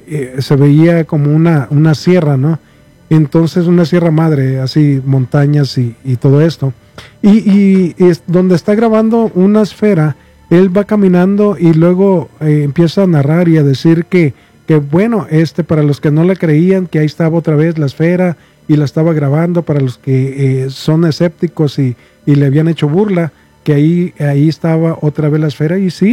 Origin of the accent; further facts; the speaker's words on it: Mazatlán, Sinaloa, Mexico; now in Denver, United States; yo crecí en Mazatlán